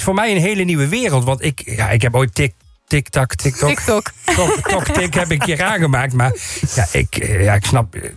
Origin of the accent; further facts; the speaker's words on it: Weert, Limburg, Netherlands; bij mij in Weert, waar ik vandaan kom.